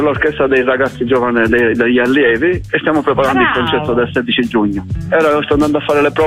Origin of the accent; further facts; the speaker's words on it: Sicily, Italy; moved away as an adult; now in Forlì, Italy; sono originario della provincia di Palermo, ma abito a Forlì da quasi 10 anni.